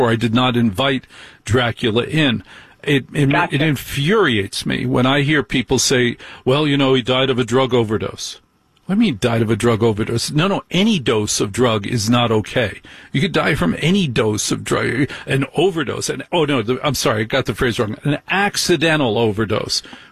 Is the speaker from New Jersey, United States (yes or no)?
yes; New Jersey, United States; But I'm no angel, buddy. I grew up in Jersey. I ain't no angel.